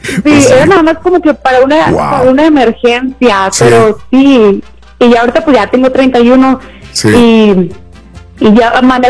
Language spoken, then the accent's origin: Spanish; Ciudad Victoria, Tamaulipas, Mexico; aprendí porque nosotros somos de Ciudad Victoria.